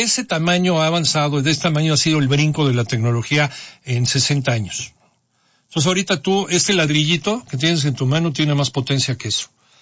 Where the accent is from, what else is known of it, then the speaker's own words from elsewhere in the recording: Mexico; así como somos los mexicanos